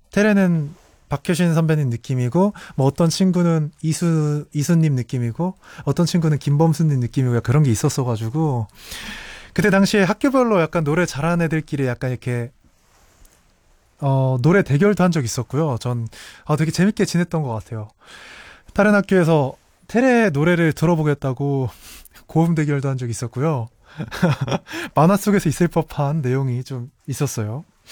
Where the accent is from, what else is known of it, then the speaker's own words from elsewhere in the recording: Cheonan, South Chungcheong, South Korea; 나의 고향은 충청남도 천안이고요. 병천에서 태어났습니다. 되게 따뜻한 환경에서 자랐고요. 그래, 부모님보다는 할머니, 할아버지 손에서 좀 오래 자랐습니다.